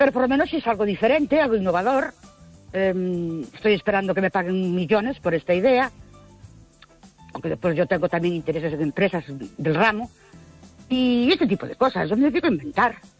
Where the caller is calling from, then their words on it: Ourense, Galicia, Spain; Buenas noches, soy … de Ourense.